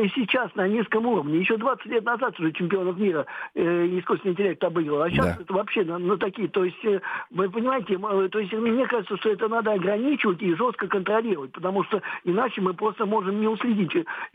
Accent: Moscow, Russia; Добрый вечер … я из Москвы.

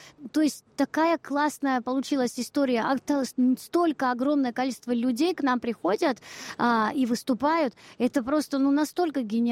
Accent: Abkhazia, Georgia; moved away; я как бы родилась в Грузии, в Абхазии

